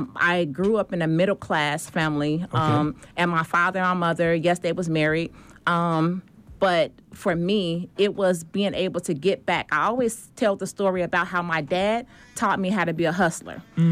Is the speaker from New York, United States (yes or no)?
no; Chicago, Illinois, United States; even though I hail from Chicago and I'm going global